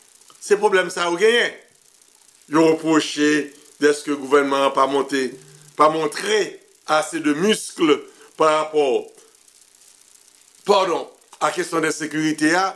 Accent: Haiti; puisque c'est ça qui concerne nous en tant qu'haïtien.

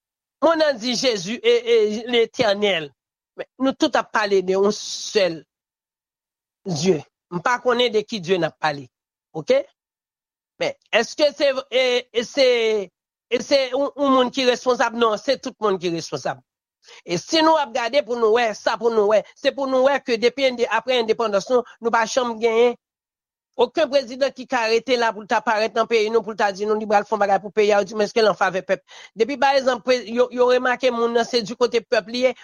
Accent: Haiti; je me sens frustré en tant que haïtien.

